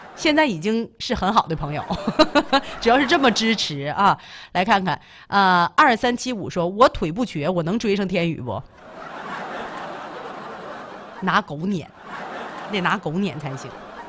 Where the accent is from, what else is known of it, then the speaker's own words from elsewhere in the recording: Liaoning, China; accent: northern Liaoning (Liaobei); 我主要吧还是说辽北的口音重一些，辽西这边口音呢稍微差一点。